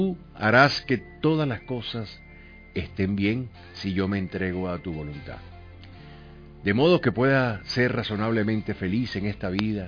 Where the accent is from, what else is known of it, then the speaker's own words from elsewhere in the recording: Venezuela; Venezuela va a ser el gran país que merecemos tener.